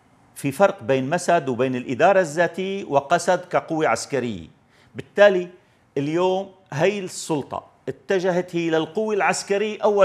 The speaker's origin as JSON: {"language": "Arabic", "country": "Syria", "said": "أنا كمواطن سوري أنا بدي مجلس الشعب شو ما طلع بالبداية أولا،"}